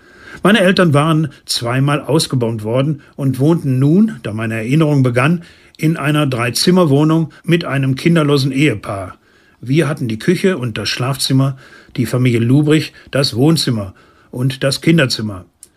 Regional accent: Essen, North Rhine-Westphalia, Germany; Das galt insbesondere für das Ruhrgebiet und meine Heimatstadt Essen.

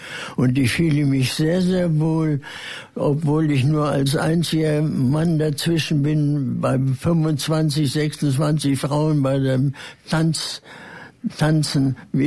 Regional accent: Wrocław, Lower Silesian Voivodeship, Poland; now in Braunschweig, Germany; bin 97 Jahre alt. Bin nicht Braunschweiger, sondern ich bin als Flüchtling, als Schlesier, als Breslauer hierher gekommen, 1947

